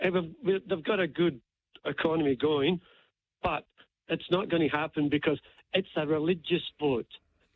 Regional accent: Scotland, United Kingdom; now in Australia; And me being Scottish, I've never ever. People say to me, "Where are you from? The UK?" I go, "No, I'm Scottish." I said, "I'm Australian, but I'm Scottish born, Australian by choice."

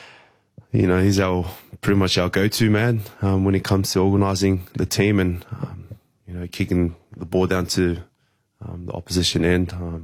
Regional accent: Tonga; there's a bit of history between us Tongans and Samoans.

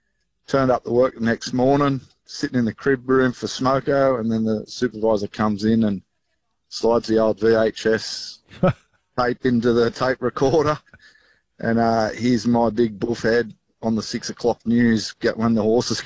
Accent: Newcastle, New South Wales, Australia; I was an apprentice, and I'm from Newcastle, and the Dr. Jurge race meeting was on up at Cessnock.

